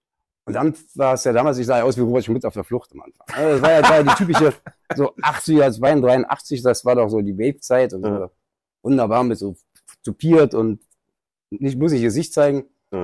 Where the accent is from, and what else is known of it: Berlin, Germany; born or raised there